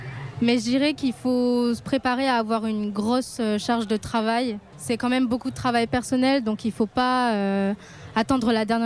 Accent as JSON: {"language": "French", "country": "Réunion", "moved": "as an adult", "lives_now": "Bordeaux, France", "said": "moi je viens de l'île de la Réunion. Et quand j'étais sur l'île, j'étais dans une asso de botanistes."}